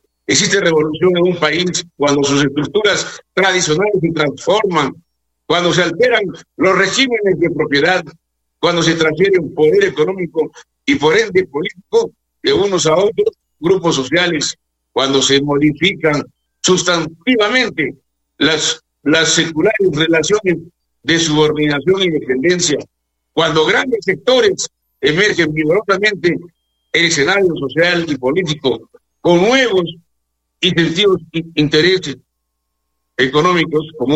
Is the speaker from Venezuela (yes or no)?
no; Peru; que da vergüenza hasta decir que somos peruanos, señores.